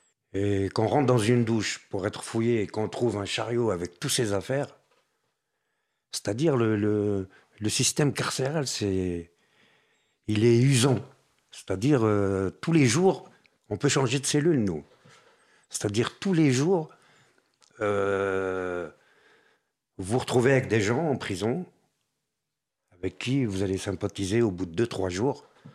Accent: Paris, Île-de-France, France; moi, en tant que Parisien, je me suis retrouvé à l'île Dorée.

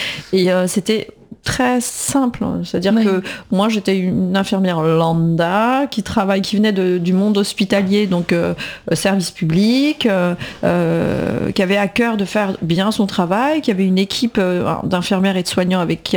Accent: Argenteuil, Île-de-France, France; un ami d'enfance, on a grandi ensemble à Argenteuil, Maître Amida.

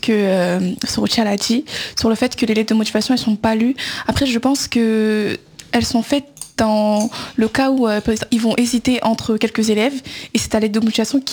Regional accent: Paris, Île-de-France, France; je suis de Paris.

